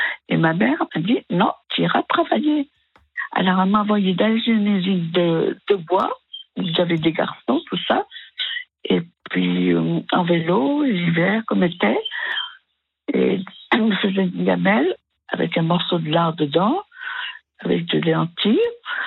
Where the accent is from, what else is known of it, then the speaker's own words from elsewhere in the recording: Cosne-Cours-sur-Loire, Bourgogne-Franche-Comté, France; Ah oui, je suis née à Cône.